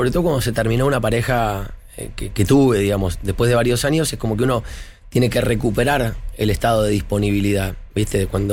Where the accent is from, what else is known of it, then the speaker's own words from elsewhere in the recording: Adrogué, Buenos Aires Province, Argentina; moved away; Yo soy de Adrogué, provincia de Buenos Aires.